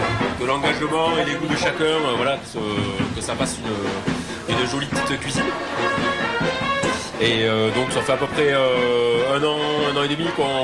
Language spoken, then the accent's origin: French; Tarbes, Nouvelle-Aquitaine, France; On est originaire autour de Pau, Tarbes, un peu la région.